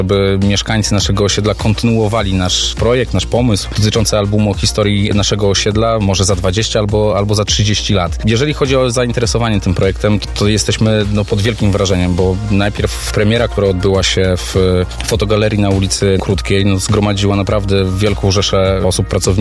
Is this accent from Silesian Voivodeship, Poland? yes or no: no; Biała Podlaska, Lublin Voivodeship, Poland; wszyscy jesteśmy z Orzechówka